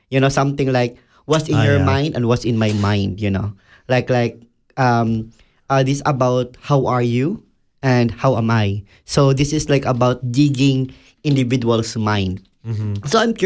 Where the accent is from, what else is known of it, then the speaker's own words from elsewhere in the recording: Philippines; English is a second language; moved away as an adult; I am from Philippines.